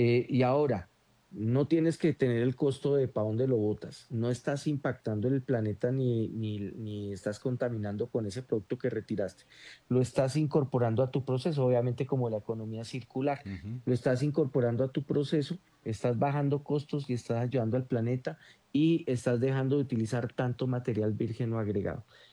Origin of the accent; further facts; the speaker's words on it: Colombia; para nosotros como colombianos.